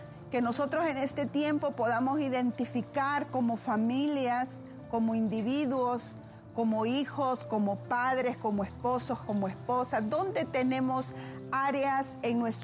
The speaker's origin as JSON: {"language": "Spanish", "country": "Honduras", "said": "nosotros como hondureños"}